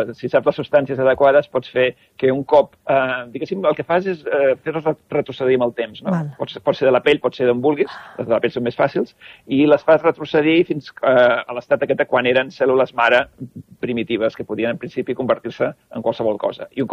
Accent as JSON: {"language": "Catalan", "region": "England", "country": "United Kingdom", "said": "Jo sóc anglès, prenc te."}